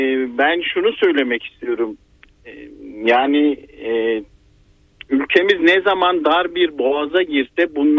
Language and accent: Turkish; Istanbul, Turkey; moved away as an adult; now in Konya, Turkey; Evet yani doğma büyüme İstanbulluyum ama işte ata yurduna döndük diyelim.